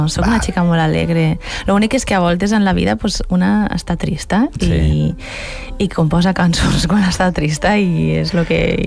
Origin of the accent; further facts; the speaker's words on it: Pedreguer, Valencian Community, Spain; moved away as an adult; also born or lived in Barcelona; Jo soc de Pedreguera